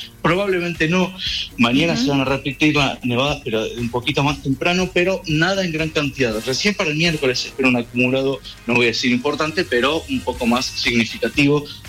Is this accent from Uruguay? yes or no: no; Buenos Aires, Argentina; En Buenos Aires, de donde vengo, uno está más acostumbrado a eso, pero en este caso no.